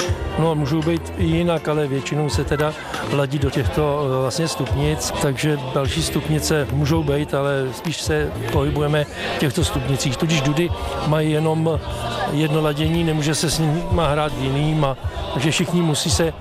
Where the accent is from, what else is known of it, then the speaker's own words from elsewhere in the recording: Straněny, South Bohemian Region, Czechia; moved away as an adult; now in České Budějovice, Czechia; Já jsem z Doudleb, pocházím z Doudleb ze Straněn